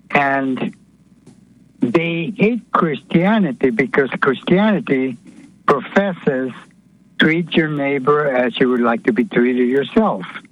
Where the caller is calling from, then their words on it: Florida, United States; in Florida.